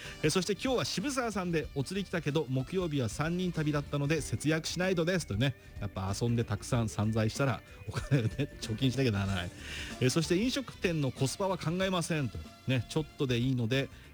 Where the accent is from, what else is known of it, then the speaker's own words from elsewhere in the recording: Sano, Tochigi, Japan; 実際に私のふるさと佐野駅もマップに含まれていたんで